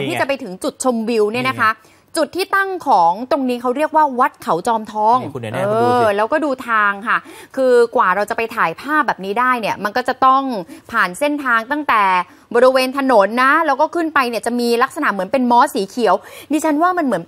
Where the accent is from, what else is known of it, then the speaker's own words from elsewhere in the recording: Bangkok, Thailand; born there; ดิฉันเกิดที่กรุงเทพแม่ฉันคนโคราช